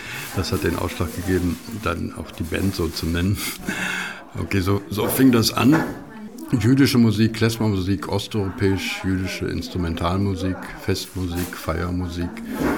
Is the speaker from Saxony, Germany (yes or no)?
no; Wuppertal, North Rhine-Westphalia, Germany; also born or lived in Kuchelmiss, Mecklenburg-Vorpommern / West Berlin; now in Zeuthen, Germany; Damit suche ich immer mein Geburtshaus in Kuchelmiss bei Krakow am See. Da gibt es auch noch eine alte Tante. Aber ich war 3 Jahre alt, als dann meine Eltern in den Westen gegangen sind und bin dann in Wuppertal aufgewachsen, später dann nach West-Berlin gegangen, habe da studiert und jetzt wohne ich in Brandenburg